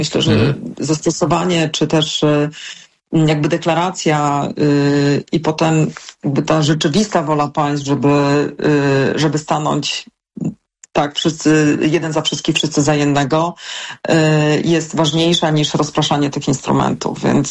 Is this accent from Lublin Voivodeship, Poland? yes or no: yes; Lublin Voivodeship, Poland; pochodzę z Lubelszczyzny